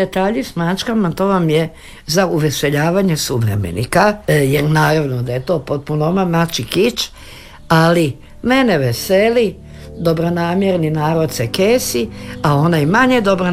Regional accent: Osijek, Osijek-Baranja County, Croatia; tako da je meni taj moj rodni grad ostao u dobroj uspomeni

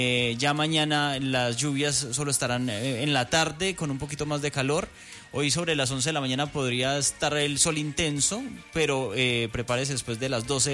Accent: Colombia; Nosotros somos muy buenos como colombianos

